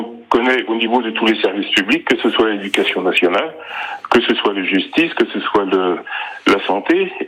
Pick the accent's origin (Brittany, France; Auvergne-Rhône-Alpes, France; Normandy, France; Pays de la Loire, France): Pays de la Loire, France; Le Mans; moi, je suis pas de la région, je suis originaire du Mans. Je suis là pour le mois de septembre.